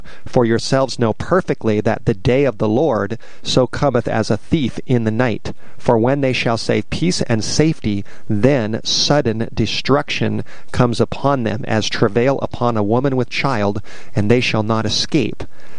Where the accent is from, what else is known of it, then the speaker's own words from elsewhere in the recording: Studio City, California, United States; I grew up in Studio City of Southern California, and I tell you, the city that I lived in was not a holy city. It was a wicked city.